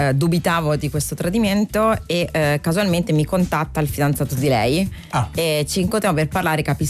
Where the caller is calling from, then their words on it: Tuscany, Italy; io sono toscana.